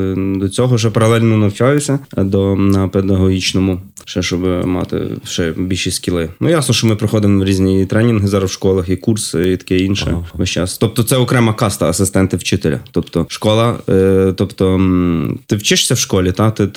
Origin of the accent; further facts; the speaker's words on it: Lviv, Lviv Oblast, Ukraine; я з Сихова, старого Сихова.